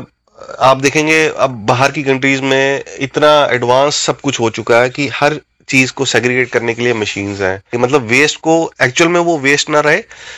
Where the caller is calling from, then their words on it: Himachal Pradesh, India; मैं गांव घरों से बिलोंग करता हूं और मेरा कारोबार है धर्मशाला में।